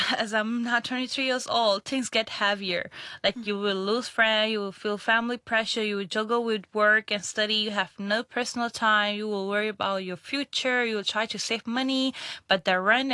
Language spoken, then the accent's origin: English; Pakistan; English is a second language; they never imagined that I'm Pakistani.